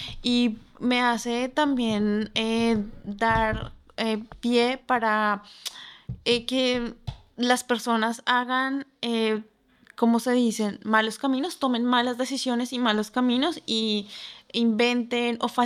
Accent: Colombia; Soy de Colombia.

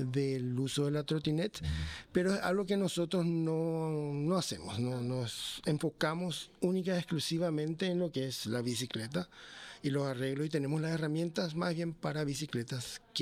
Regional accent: Paraguay; moved away; also born or lived in United States; yo personalmente vengo de Paraguay, pero viví mucho tiempo también en Estados Unidos

